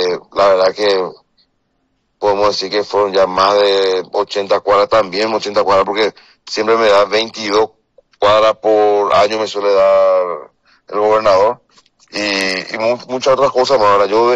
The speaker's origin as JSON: {"language": "Spanish", "country": "Paraguay", "said": "nosotros, como vadeños y como paraguayos"}